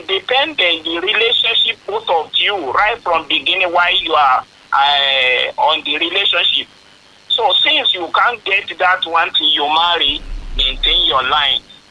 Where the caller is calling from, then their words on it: Ojo, Lagos, Nigeria; I'm calling from Ojo side.